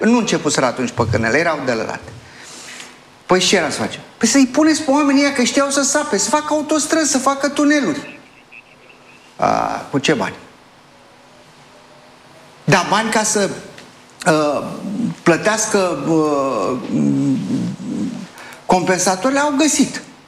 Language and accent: Romanian; Gorj County, Romania; Eu sunt din Gorj.